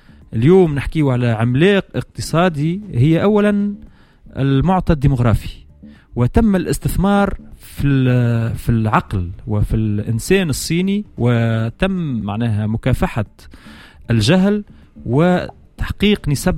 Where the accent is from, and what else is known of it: Tunisia